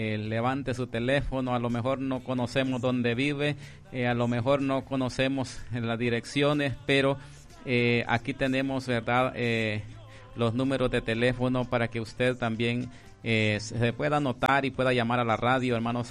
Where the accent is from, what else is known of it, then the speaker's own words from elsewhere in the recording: Perquín, Morazán, El Salvador; Porque estamos participando de la Radiotón 2026 y pues venimos de la zona de Perquín, Rancho Quemado.